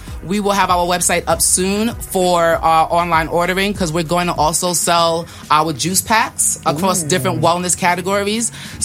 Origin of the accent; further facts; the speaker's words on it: Jamaica; you know I'm Jamaican, right?